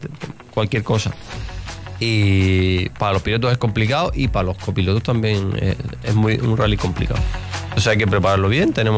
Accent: Canary Islands, Spain; de mi isla Gran Canaria, la isla de mi vida

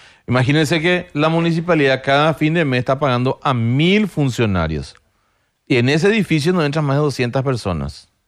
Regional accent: Lambaré, Central, Paraguay; Pero nosotros en Lambaré ya ocupamos esa...

